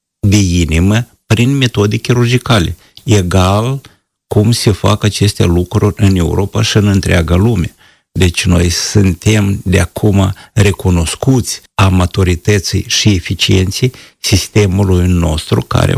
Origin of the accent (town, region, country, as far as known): Moldova